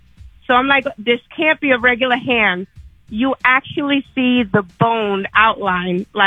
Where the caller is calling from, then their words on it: St. Cloud, Florida, United States; So I live in St. Cloud. My house is 111 years old. I am the third owner.